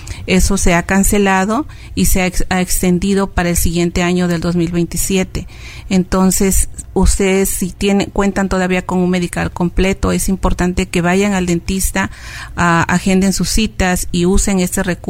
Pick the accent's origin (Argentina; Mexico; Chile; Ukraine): Mexico; Oaxaca; born there; moved away; tanto en Oaxaca, yo de niña iba a la Guelaguetza